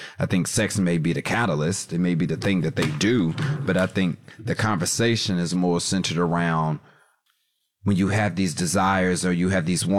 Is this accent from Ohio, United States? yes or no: no; Kansas, United States; I'm from Kansas. I'm used to being Dorothy, stuck in the cyclone, trying to find my way to Oz.